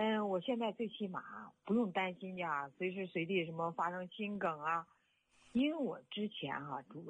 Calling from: Shijiazhuang, Hebei, China; 我是石家庄的一名退休老师。

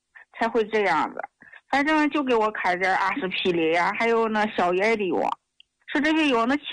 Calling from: Shaanxi, China; 啊，我是陕西的一个新患者。

